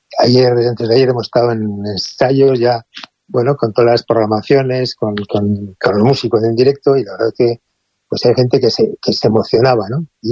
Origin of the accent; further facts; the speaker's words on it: Bilbao, Basque Country, Spain; yo soy de Bilbao